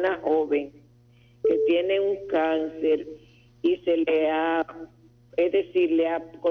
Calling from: Santiago de los Caballeros, Santiago, Dominican Republic; De aquí, de Santiago.

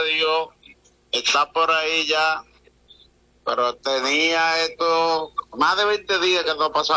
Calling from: La Vega, Dominican Republic; Soy de parte de Juan Quesada aquí en La Mara.

